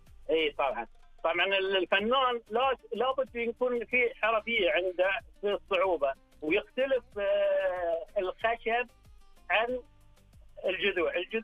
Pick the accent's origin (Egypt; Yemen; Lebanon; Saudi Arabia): Saudi Arabia; Al-Ahsa, Eastern Province; انا من الاحساء